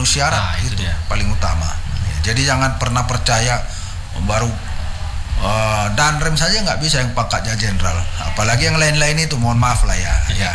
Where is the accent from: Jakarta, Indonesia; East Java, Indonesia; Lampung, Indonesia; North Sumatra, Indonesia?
North Sumatra, Indonesia; Medan; Bukan karena orang Medannya tidak ada, buktinya saya juga orang Medan, tahu-tahu jadi danrem di sini.